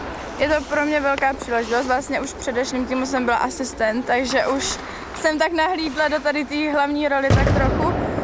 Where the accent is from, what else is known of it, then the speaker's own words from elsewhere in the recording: Žďár nad Sázavou, Vysočina Region, Czechia; No, já jsem ze Žďáru.